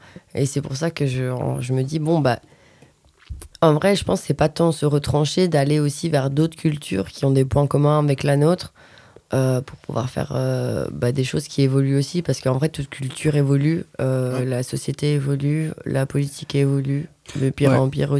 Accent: Belgium; moved away as an adult; now in France; moi, je viens de Belgique aussi.

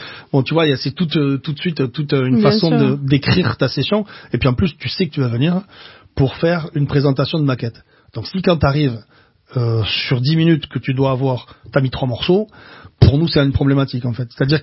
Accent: Béziers, Occitanie, France; Je viens de Béziers, tu vois, je déteste les gens de Béziers, parce qu'ils me rappellent que je suis de Béziers.

